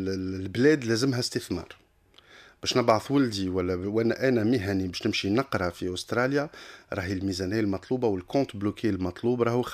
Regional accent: Tunisia; عندنا في تونس

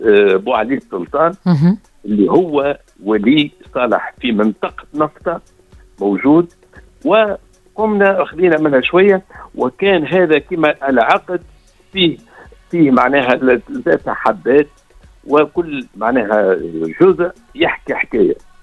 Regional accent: Kairouan, Kairouan Governorate, Tunisia; وانا صغير نرجع 60 سنة التالي في مدينة القيروان،

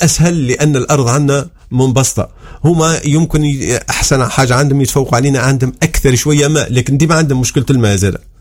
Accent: Tunisia; أنا تونسي

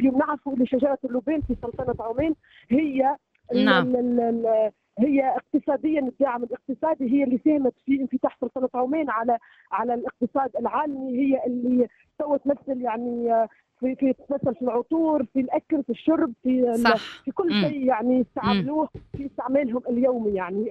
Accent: Tunisia; يكاد الجمهور لا يعرف اللي انا تونسية او عمانية،

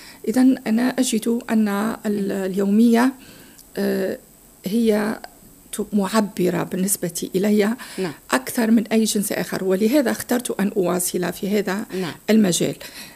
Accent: Tunisia; أعيشه أنا كتونسية

